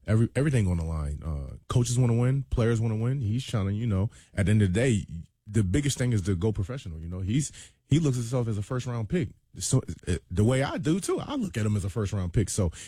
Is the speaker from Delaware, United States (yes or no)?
yes; Smyrna, Delaware, United States; So I'm from Smyrna, Delaware.